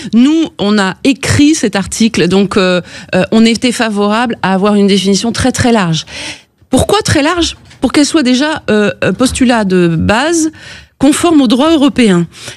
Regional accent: France

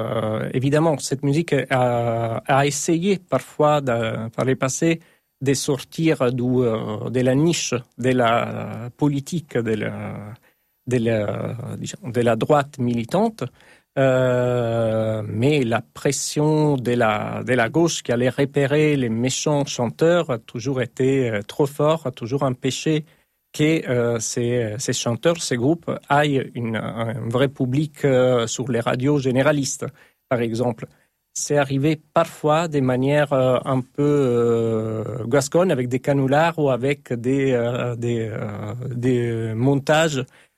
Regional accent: France; chez nous, en France

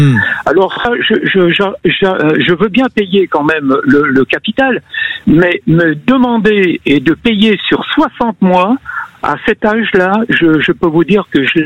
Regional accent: Auvergne-Rhône-Alpes, France; il n'y avait pas longtemps que j'avais changé de région puisque je viens de la Savoie

